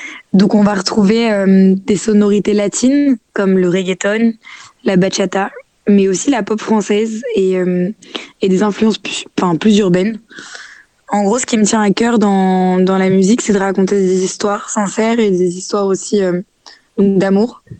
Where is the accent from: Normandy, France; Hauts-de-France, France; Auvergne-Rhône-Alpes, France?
Normandy, France; Flers; now in Paris, France; je viens de Normandie, je viens plus exactement de Flers, donc dans l'Orne, et je suis partie à Paris pour me rapprocher de l'écosystème musical.